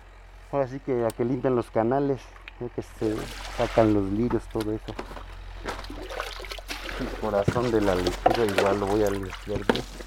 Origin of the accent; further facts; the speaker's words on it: Hidalgo, Mexico; now in Xochimilco, Mexico; Soy estado de Hidalgo. Allá nos dedicábamos lo que es el maíz, el frijol y también café. Ajá. Pero es lo que te digo, allá como que es diferente. Bueno, allá hace más calor y no es como aquí, veo tierra, pura tierra. Allá hay muchas piedras